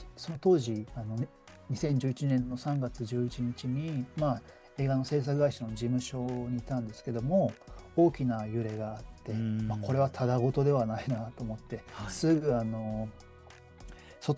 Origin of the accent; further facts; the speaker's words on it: Tokyo, Japan; 僕はあの東京出身で、